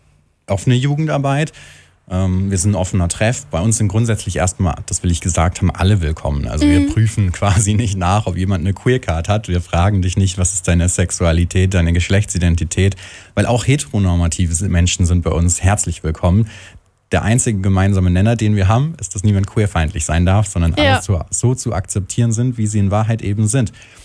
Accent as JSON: {"language": "German", "town": "Aschaffenburg", "region": "Bavaria", "country": "Germany", "said": "wir sind ja auch aus Aschaffenburg"}